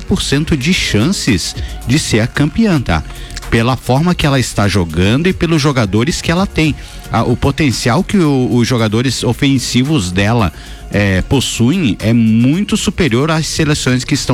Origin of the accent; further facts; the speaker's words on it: Brazil; eu sou brasileiro